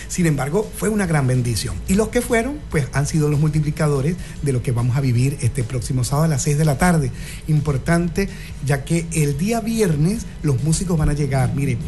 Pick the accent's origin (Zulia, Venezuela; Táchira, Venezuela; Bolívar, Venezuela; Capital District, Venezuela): Táchira, Venezuela; Colón; moved away; yo nací en San Juan Bautista de Colón, Táchira. Y hoy están de fiestas patronales allá en mi pueblo.